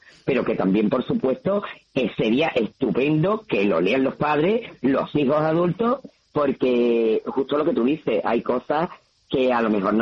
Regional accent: Jerez, Andalusia, Spain; yo soy de Jerez. Y aquí nos tomamos todo en Andalucía de aquella manera.

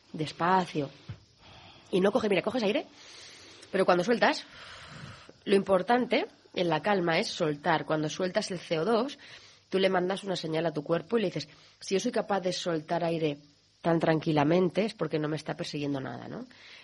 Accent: Cuenca, Castilla-La Mancha, Spain; aunque soy de Cuenca

